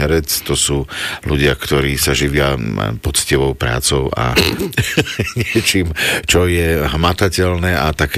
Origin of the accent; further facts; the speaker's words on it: Pezinok, Bratislava Region, Slovakia; moved away as an adult; Tak ja som z Pezinka. Sice som sa narodil na Bezručke, čo je v Bratislave. A tam v Pezinku som vyštudoval všetky tie školy